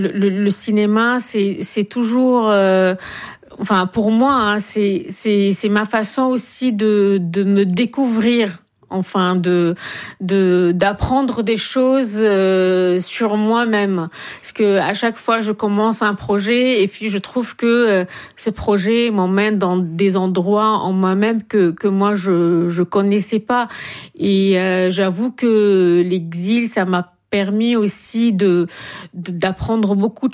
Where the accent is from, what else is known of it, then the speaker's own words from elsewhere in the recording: Syria; moved away as an adult; la nostalgie que je ressens pour mon pays maintenant, j'ai pas encore osé rentrer là-bas